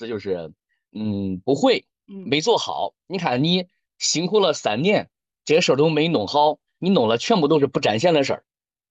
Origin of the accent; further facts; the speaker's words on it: Henan, China; 说到我们河南这个方言啊